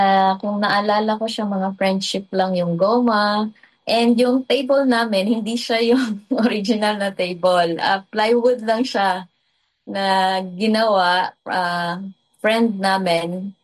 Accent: Catarman, Northern Samar, Philippines; Sa probinsya ko kung saan po talaga ako pinanganak, actually born and raised from Samar, Katarman, Northern Samar.

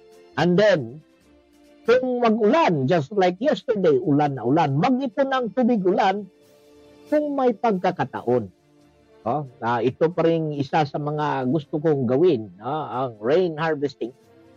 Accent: Bansalan, Davao Region, Philippines; Nandiyan na lang sa amin sa Mount Carmel, kinuskusan Bansalan, Davao del Sur.

